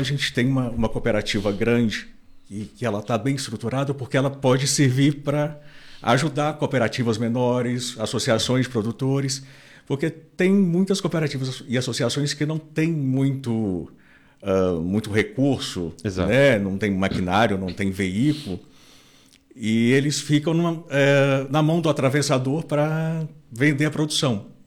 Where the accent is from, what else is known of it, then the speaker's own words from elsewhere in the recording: Minas Gerais, Brazil; now in Brasília, Brazil; eu sou mineiro.